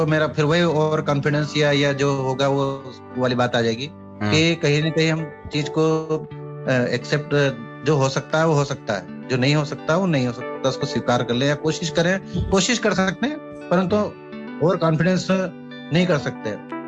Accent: Madhya Pradesh, India; born there; moved away; मुश्किल से मेरा गांव 20 किलोमीटर भी नहीं है

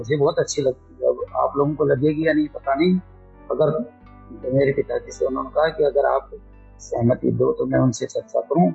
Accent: Odisha, India; born there; मेरा जन्म है जो उड़ीसा में हुआ था।

